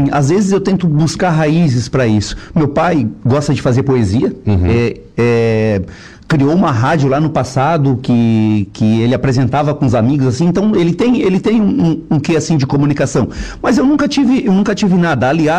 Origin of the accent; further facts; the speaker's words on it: Siderópolis, Santa Catarina, Brazil; Então, eu sou natural lá de Siderópolis, rua João Caruso McDonald. a rua do Bar do Dico, a gente fala assim, a rua do Bar do Dico. É, morávamos lá, né?